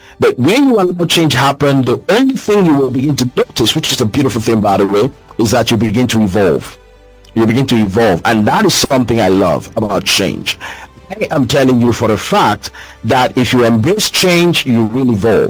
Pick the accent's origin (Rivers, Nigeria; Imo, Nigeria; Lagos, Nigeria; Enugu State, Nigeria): Rivers, Nigeria; I'm from River State, for example, and I go to the riverine sometimes.